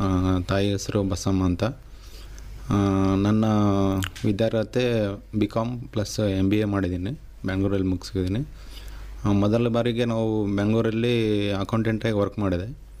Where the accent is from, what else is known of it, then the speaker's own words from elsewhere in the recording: Maladakal, Karnataka, India; also born or lived in Bengaluru; now in Gabbur, India; ಮೂಲತಃ ಮಲದಕಲ್ ನಿವಾಸಿ.